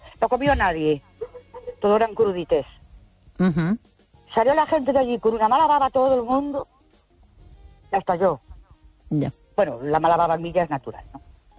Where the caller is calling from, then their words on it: Ourense, Galicia, Spain; Buenas noches. … de Orense.